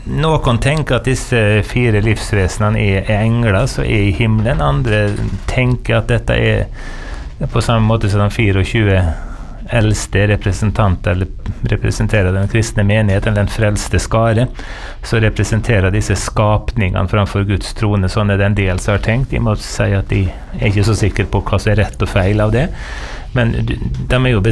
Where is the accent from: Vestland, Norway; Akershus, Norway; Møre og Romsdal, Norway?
Møre og Romsdal, Norway; Eide; hjemme på Eide på Nordmøre, hvor jeg er døpt og konfirmert